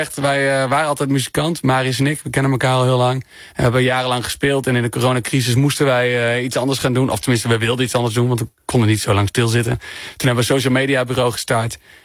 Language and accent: Dutch; Groningen, Netherlands; ik kom zelf dus ook uit Oost-Groningen 0597